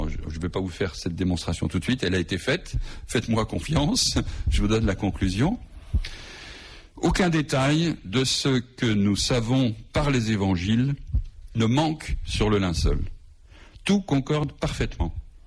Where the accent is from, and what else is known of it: Lyon, Auvergne-Rhône-Alpes, France